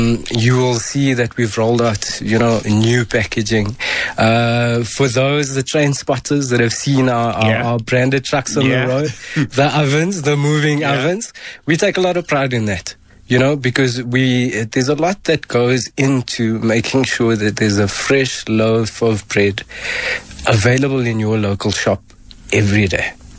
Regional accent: Benoni, Gauteng, South Africa; Football, man. I'm from Benoni.

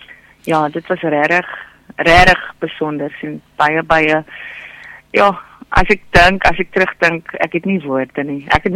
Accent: Western Cape, South Africa; ek is van die Kaap

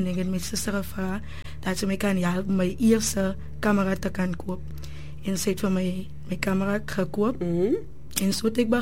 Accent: Oudtshoorn, Western Cape, South Africa; van Oudtshoorn. Ek het groot geraak in Oudtshoorn. Ek is 22-jarige ouwe jong dame

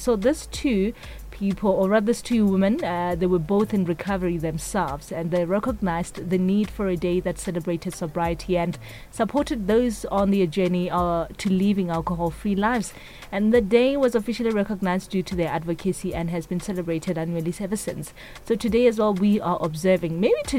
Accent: South Africa; You know how we are as South Africans

